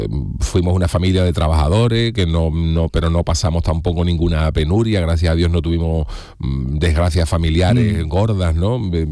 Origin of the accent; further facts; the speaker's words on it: Cádiz, Andalusia, Spain; born there; Yo soy beduino, porque en Cádiz, como tú bien dices, los beduinos se le conocen de murallas para afuera, lo que es la puerta de tierra. Pero yo nací en Cádiz. O sea, yo de nacimiento soy gadita.